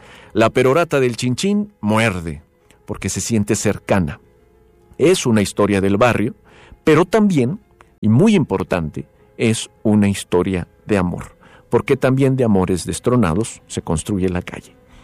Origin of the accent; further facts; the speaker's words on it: Mexico City, Mexico; barrios en la Ciudad de México hay muchos, pero pocos como el barrio de la colonia San Felipe de Jesús, de donde soy originario